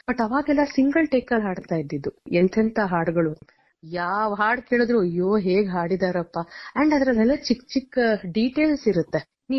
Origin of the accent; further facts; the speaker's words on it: Mysuru, Karnataka, India; ನಿಮ್ಗೆಲ್ಲರಿಗೂ ಗೊತ್ತಿರೋ ಹಾಗೆ ನಾನು ಮೈಸೂರಿನವಳು.